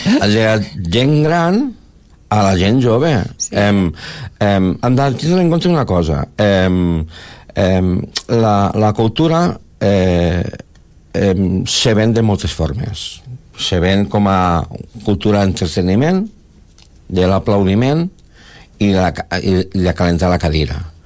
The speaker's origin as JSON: {"language": "Catalan", "town": "Jesús", "region": "Catalonia", "country": "Spain", "said": "soc de Jesús"}